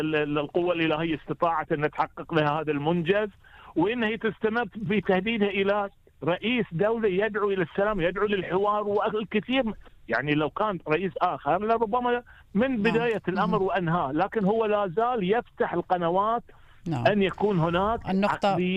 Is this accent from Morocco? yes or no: no; Bahrain; أنا مقيم في البحرين، أنا مواطن بحريني أصلي ومقيم في البحرين